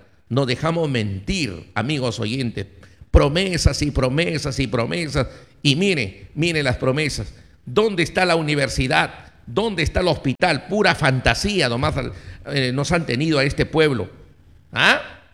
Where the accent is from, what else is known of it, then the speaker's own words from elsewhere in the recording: Olmos, Lambayeque, Peru; Y les hago memoria a mi pueblo de Olmos.